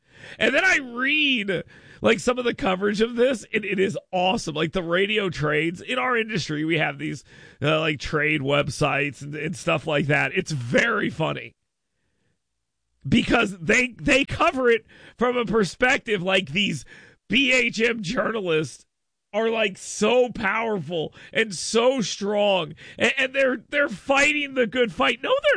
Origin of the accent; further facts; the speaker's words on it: Gulf Coast, United States; I grew up on the Gulf of America.